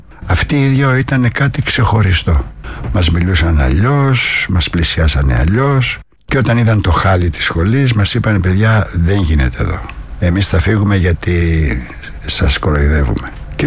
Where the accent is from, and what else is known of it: Athens, Attica, Greece; born there